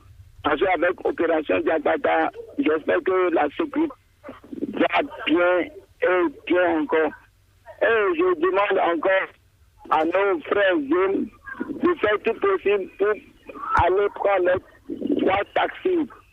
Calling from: Benin; Bégamin, actuellement Bégamin.

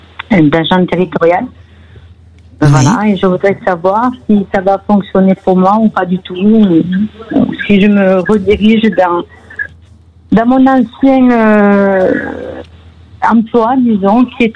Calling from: Carcassonne, Occitanie, France; De Carcassonne.

